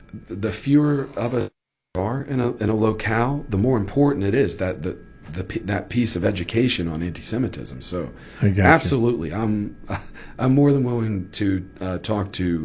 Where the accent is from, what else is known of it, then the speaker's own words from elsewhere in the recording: New Orleans, Louisiana, United States; born there; moved away as an adult; also born or lived in Baton Rouge, Louisiana; now in Arkansas, United States; Like, I was born in New Orleans. That's a pretty big Jewish community.